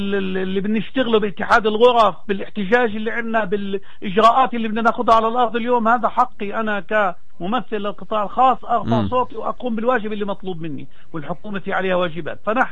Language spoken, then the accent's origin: Arabic; Palestine; أنا كفلسطيني